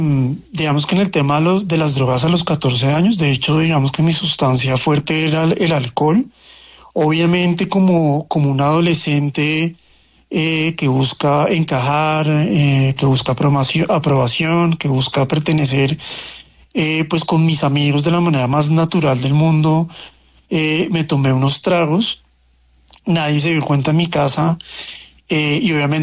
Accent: Bogotá, Colombia

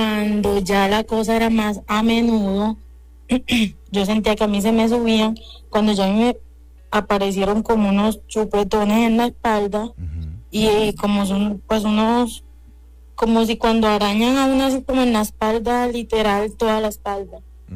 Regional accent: Córdoba, Colombia; now in Medellín, Colombia; Yo soy de CRT Córdoba, pero ahora mismo pues resido en Medellín.

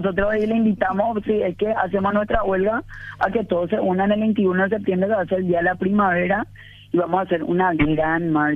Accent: Paraguay; tenemos como paraguayos una memoria muy corta

